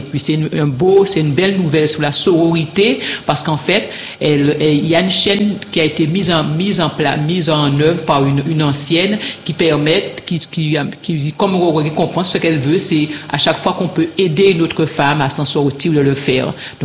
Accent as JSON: {"language": "French", "town": "Pointe-à-Pitre", "region": "Guadeloupe", "country": "France", "tie": "born or raised there"}